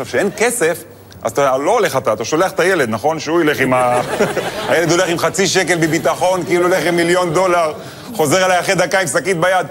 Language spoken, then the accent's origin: Hebrew; Netanya, Central District, Israel; האמת, אני גדלתי בנתניה, לא יצא לי, בחיים לא היה לי שליח בבית, כי אמא טריפוליטאית